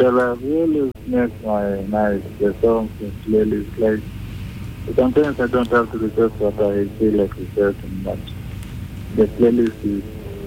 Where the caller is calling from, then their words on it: Nairobi, Kenya; English is a second language; I'm from Kawangware, Dagoret.